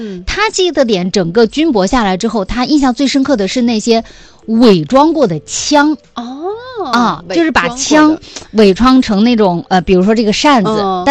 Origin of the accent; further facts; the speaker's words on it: China; 我们中国人